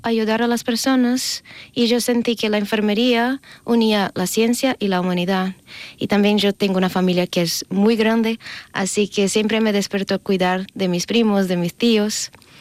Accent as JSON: {"language": "Spanish", "country": "Brazil", "moved": "yes", "said": "Yo soy brasileña y tengo 25 años."}